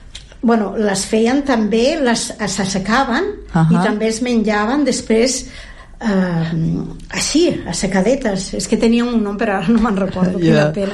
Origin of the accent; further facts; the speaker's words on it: Castile and León, Spain; moved away; Era una població de Galícia, però les gestions i tots, com... en el carnet figura que som de León, però estem a la Franja, diguem. Aquest poble està entre León, entre Orense i Lugo, que ja són poblacions, bueno, gallegues.